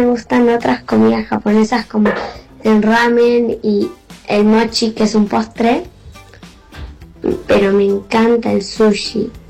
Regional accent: Buenos Aires, Argentina; Hola Latina … soy de acá de Buenos Aires y nos escucho todos los días.

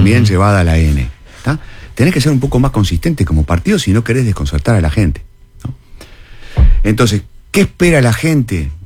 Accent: Uruguay; yo me crié en el Uruguay post dictadura políticamente

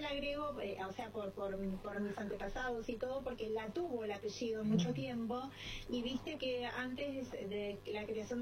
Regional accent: Villa Ballester, Buenos Aires Province, Argentina; moved away; Y bueno, yo me crié con la familia alemana en Buenos Aires, en Villa Ballester, y conservo todas las costumbres

